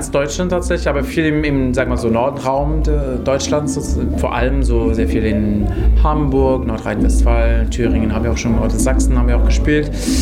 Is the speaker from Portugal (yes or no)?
yes; Portugal; now in Germany; Also ich bin selber Portugiese